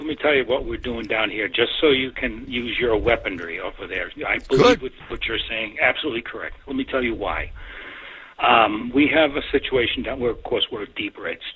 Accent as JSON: {"language": "English", "town": "Brookline", "region": "Massachusetts", "country": "United States", "lives_now": "Tennessee, United States", "said": "Well, you know, I was from up there. You know that. And I was from Massachusetts."}